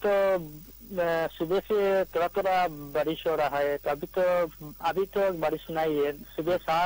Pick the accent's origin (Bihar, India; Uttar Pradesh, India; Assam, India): Assam, India; Badripur; और मेरा गांव का नाम है बद्रीपुर डिस्ट्रिक्ट एकाचार आसाम।